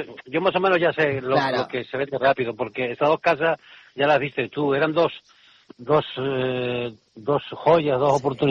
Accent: Tenerife, Canary Islands, Spain; moved away as an adult; now in Galicia, Spain; Yo soy de Tenerife, soy canario.

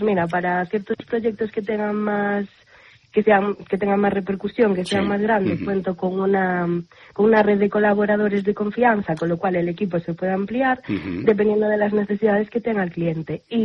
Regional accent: Pontedeume, Galicia, Spain; hacerlo desde Pontedeume, desde mi pueblo

